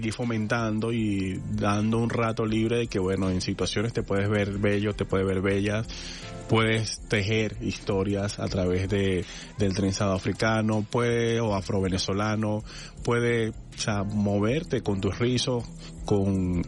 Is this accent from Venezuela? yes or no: yes; Venezuela; que dan resultado a lo que somos como venezolanos hoy en día.